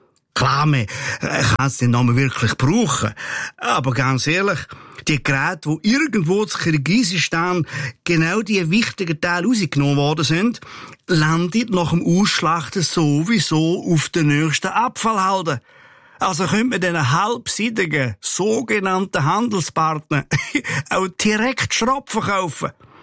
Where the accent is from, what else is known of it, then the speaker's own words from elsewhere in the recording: Switzerland; da sind wir Schweizer nämlich weltweit führend.